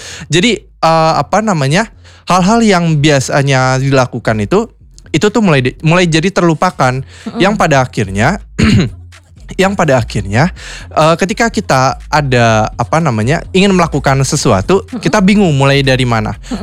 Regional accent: Bekasi, West Java, Indonesia; moved away as an adult; now in Purwokerto, Indonesia; aku asli orang Kota Bekasi ya

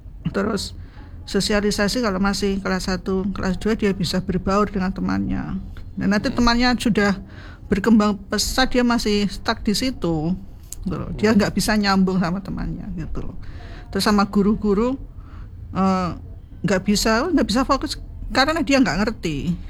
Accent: Tulungagung, East Java, Indonesia; now in Surabaya, Indonesia; saya kan asli Tulungagung.

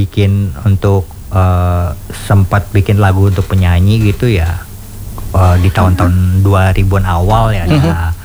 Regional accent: Jakarta, Indonesia; Asli dari Jakarta, Indonesia lah pokoknya.

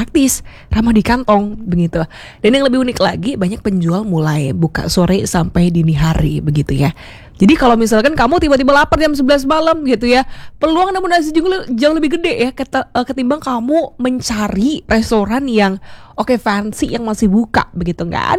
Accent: Bali, Indonesia; kalau kita orang Bali ngomongnya bahasanya basang karung begitu ya

